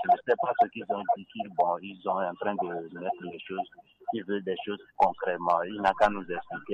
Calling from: Maritime, Togo; J'appelle à Vepozo.

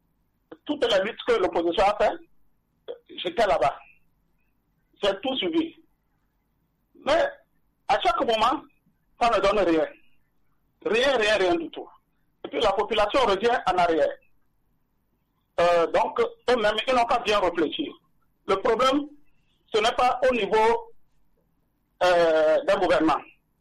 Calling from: Atakpamé, Plateaux, Togo; depuis Atakpamé.

